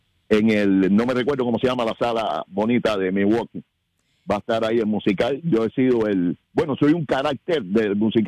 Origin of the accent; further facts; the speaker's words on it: Alamar, Havana, Cuba; moved away as an adult; now in Mexico; yo soy de Alamar, de un pueblito que se llama Alamar